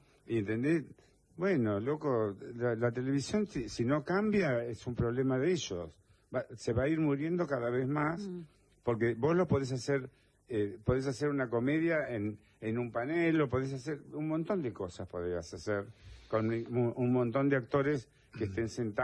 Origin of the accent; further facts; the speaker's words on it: Argentina; otro problema que mezclamos todo como ensalada rusa, como nos encanta a los argentinos.